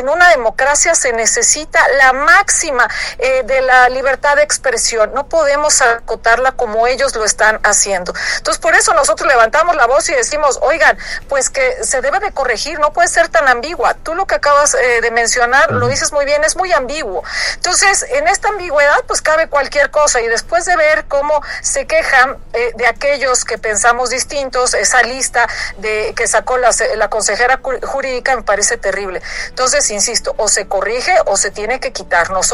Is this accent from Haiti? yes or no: no; Mexico; Y como buenos mexicanos, pues bueno, muchos hacen parodias, muchos hacen caricaturas de lo que está sucediendo.